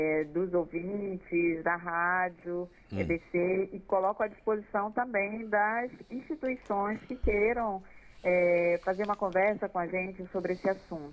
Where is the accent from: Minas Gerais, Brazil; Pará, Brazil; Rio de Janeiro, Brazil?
Pará, Brazil; born there; Sim, eu sou originária da Amazônia. Eu nasci no Pará